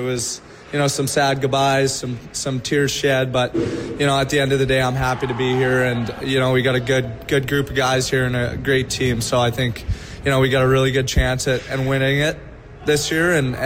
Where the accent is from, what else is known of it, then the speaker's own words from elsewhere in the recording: Saskatoon, Saskatchewan, Canada; Yeah, I grew up in Saskatoon. I played minor hockey there